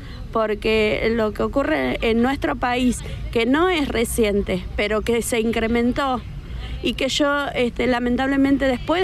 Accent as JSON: {"language": "Spanish", "country": "Argentina", "said": "es algo que como argentinos, como ciudadanos de este país, no podemos dejar de mostrarlo a la sociedad."}